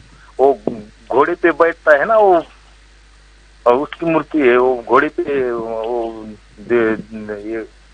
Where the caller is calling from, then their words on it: Anandgaon, Maharashtra, India; ग्राम आनंदगांव जिला जालना महाराष्ट्र से बात कर रहे हैं, हम मराठवाड़े से बात कर रहे हैं सर जी।